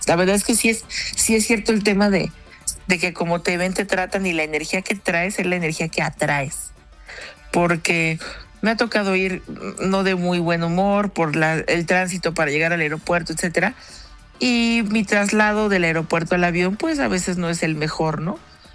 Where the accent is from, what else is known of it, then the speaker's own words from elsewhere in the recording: Mexico; pues yo la verdad es que soy de México